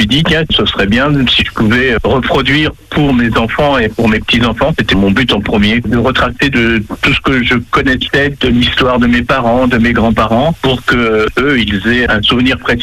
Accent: Tournai-sur-Dive, Normandy, France; Dans mon village natal de Tournay-sur-Dive.

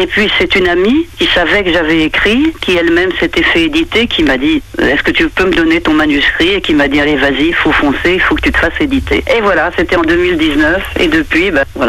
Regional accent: Pont-d'Ouilly, Normandy, France; born there; Je suis née à Pontbouilly, donc en plein milieu de la Suisse normande.

